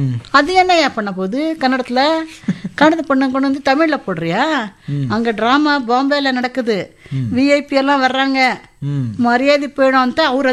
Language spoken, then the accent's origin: Kannada; Chennai, Tamil Nadu, India; born there; ನಾನು ಹುಟ್ಟಿದ್ದು ಮೆಡ್ರಾಸು, ಓದಿದ್ದು ತೆಲುಗು.